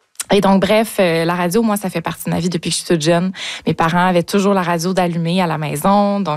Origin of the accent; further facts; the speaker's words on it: Quebec, Canada; Moi, je viens de l'Estrie. Donc, je suis revenue par chez nous.